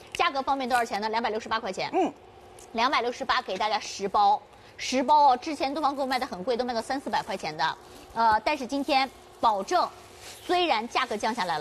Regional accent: Shanghai, China; 我们上海人一年也就在等这一口

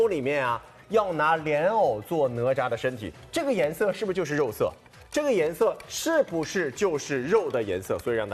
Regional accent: Hangzhou, Zhejiang, China; 因为我在杭州从小是在宝石山旁边，就是那个钱红处纪念钱红处的那个宝处山

